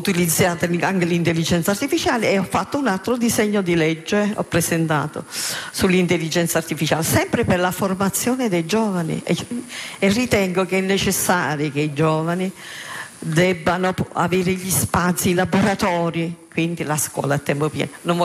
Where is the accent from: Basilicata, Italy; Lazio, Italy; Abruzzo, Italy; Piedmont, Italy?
Basilicata, Italy; born there; now in Naples, Italy; perché sono di Napoli, sto a Napoli, anche se sono nata in Lucania, però sono andata all'università a Napoli e sono rimasta a Napoli